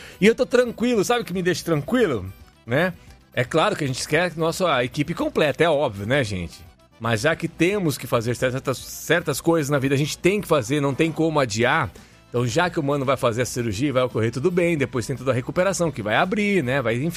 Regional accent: Araras, São Paulo, Brazil; moved away; Depois de Araras ali, minha terra natal. Araras, né?

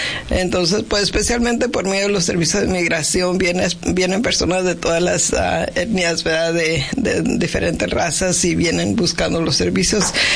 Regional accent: Yuma, Arizona, United States; anteriormente hasta nos enorgullecíamos de decir, ay, soy de Yuma y yo aguanto cuánto, todo

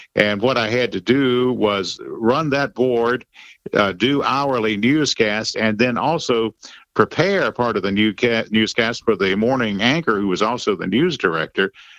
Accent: Durham, North Carolina, United States; Yes, I'm originally from Durham. I've never really strayed very far from home, just all in the Triangle, Raleigh-Durham area of North Carolina.

